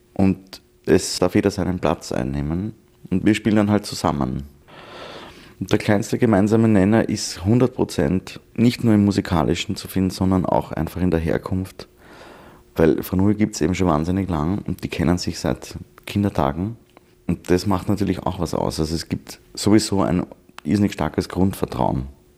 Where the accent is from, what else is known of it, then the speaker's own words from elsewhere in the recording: Vienna, Austria; Ich bin ein waschechter Wiener